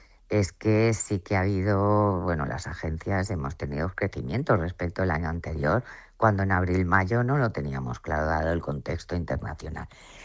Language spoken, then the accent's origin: Spanish; Valencian Community, Spain; el 80% somos valencianos y valencianas